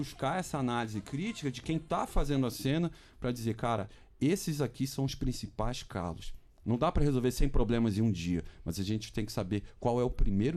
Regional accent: Belém, Pará, Brazil; eu sou de Belém do Pará.

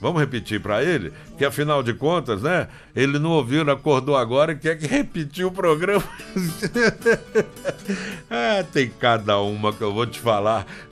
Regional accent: Minas Gerais, Brazil; born there; eu que nasci em Minas Gerais

